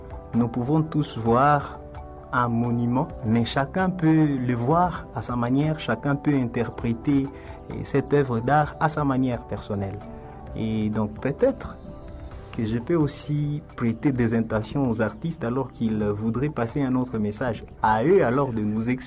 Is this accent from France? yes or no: no; Butembo, North Kivu, DR Congo; chez nous, à Boutembo, au Nord Kivu, en RDC